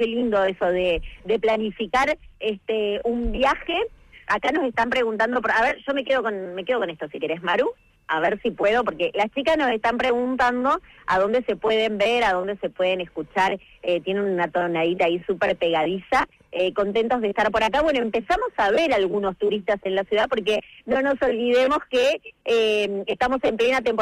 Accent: Río Gallegos, Santa Cruz, Argentina; yo soy de Río Gallegos.

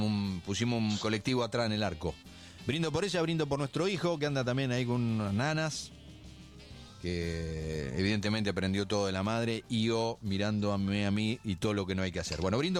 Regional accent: Argentina; Todos cometemos, somos argentinos, además, te explicamos...

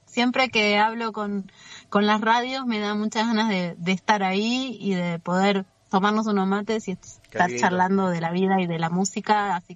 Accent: Trevelin, Chubut, Argentina; me voy a enfocar en un concierto acá, en Trevelin, en mi pueblo, para la gente de acá.

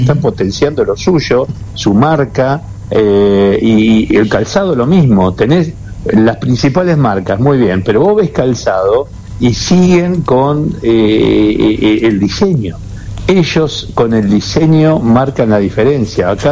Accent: Argentina

